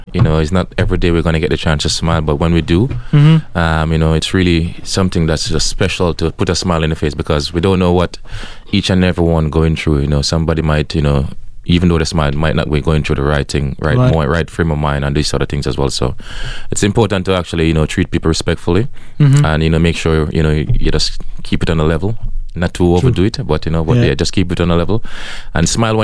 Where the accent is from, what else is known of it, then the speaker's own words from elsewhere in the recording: Jamaica; But being a Jamaican, you know, it's just part of my culture. We are very laid back.